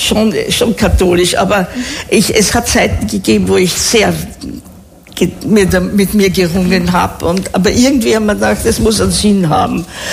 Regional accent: Vienna, Austria; Ich bin Wienerin.

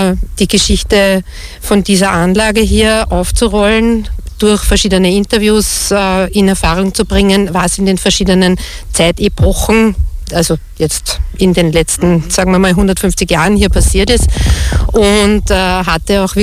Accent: Oberrohrbach, Lower Austria, Austria; born there; Ich bin geboren in Oberrohrbach. Ich habe meine Vorfahren unspektakulärerweise alle in der Umgebung.

